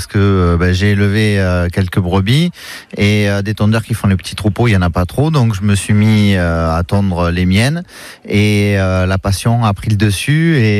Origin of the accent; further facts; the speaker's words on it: Arles, Provence-Alpes-Côte d'Azur, France; moi, je suis originaire de Raphaël. Ça fait partie de la commune d'Arles.